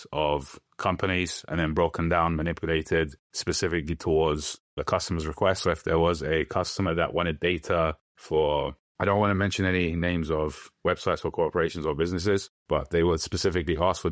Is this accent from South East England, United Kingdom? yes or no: no; London, United Kingdom; I'm Turkish. I grew up in London.